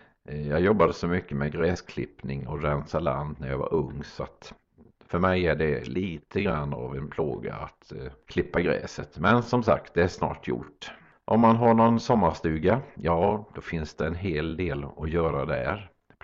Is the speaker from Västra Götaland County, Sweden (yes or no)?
no; Forserum, Jönköping County, Sweden; Och hemma hos oss där jag växte upp, där var det brukligt att man första maj tog fram alla som spelade blåsinstrument och så marscherade vi runt i samhället, Forserum, där jag kommer ifrån.